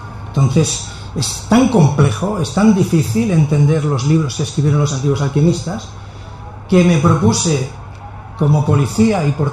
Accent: Catalonia, Spain; Yo soy catalán, conozco Cataluña, o pensaba que conocía Cataluña.

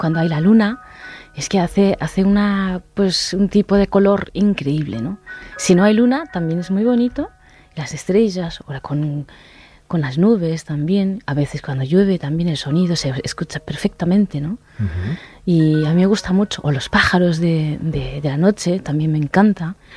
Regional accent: Japan; cada vez pienso que soy japonesa, ¿no? A lo mejor esto viene de mi abuela, de mi tatarabuelo.

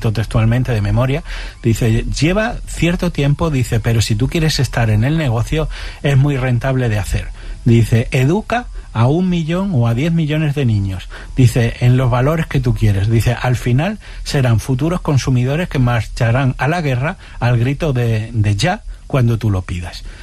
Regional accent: Extremadura, Spain; Claro, yo soy extremeño. Mi abuela extremeña de toda la vida, nació en 1820.

